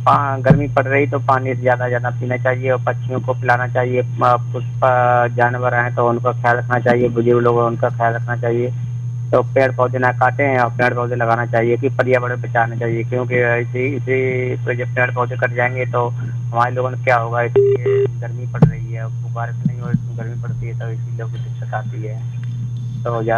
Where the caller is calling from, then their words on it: Farrukhabad, Uttar Pradesh, India; बात कर रहा हूँ, डिस्ट्रिक्ट फर्रुखाबाद उत्तर प्रदेश से पड़ता है, मेरा जिला है, उसे मंडल में लगता है, कानपुर में लगता है, तो छोटा सा जिला है